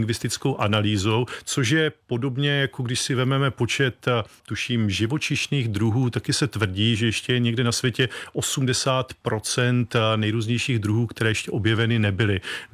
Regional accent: Opava, Moravian-Silesian Region, Czechia; já pocházím ze Slezska, z Opavy, pracuji v Ostravě, takže to je taková, řekněme, příhraniční oblast

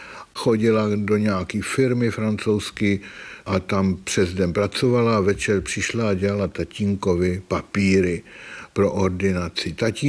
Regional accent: Prague, Czechia; born or raised there

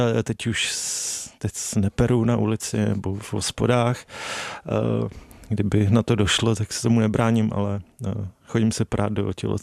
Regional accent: Kadaň, Ústí nad Labem Region, Czechia; Jo, já jsem z Kadaně, což je teď nádherný, malebný, takový jako blahobytný městečko, ale v těch 90. to bylo jakoby hrozný.

